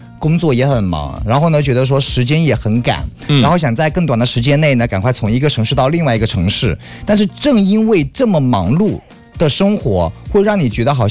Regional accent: Jian'ou, Fujian, China; moved away as an adult; now in Fuzhou, China; 高三考上大学来福州，那个时候第一次从我们老家建瓯站然后坐到福州这边来。

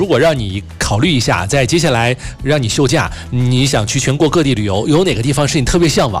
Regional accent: Northeast China, China; 因为东北啊，这个土生土长已经很熟悉了

